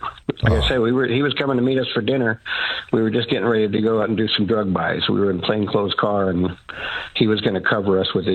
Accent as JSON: {"language": "English", "town": "Colon", "region": "Nebraska", "country": "United States", "said": "I am from Colon, Nebraska, which is about 40 miles directly west of Omaha. It's a very small, it's actually a village, 110 people still today. Very small town."}